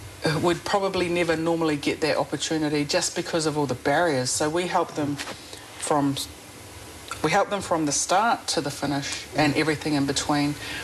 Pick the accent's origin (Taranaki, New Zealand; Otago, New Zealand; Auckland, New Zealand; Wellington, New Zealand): Taranaki, New Zealand; North Island; moved away as an adult; now in Port Hedland, Australia; I'm originally from New Zealand, just in case you can't tell. Grew up in a small town called Taranaki, mm-hmm. Back in the North Island of New Zealand. Māori father, Pākehā mother, three brothers, three sisters